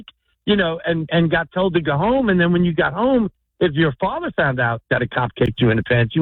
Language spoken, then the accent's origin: English; North Bergen, New Jersey, United States; I come from North Bergen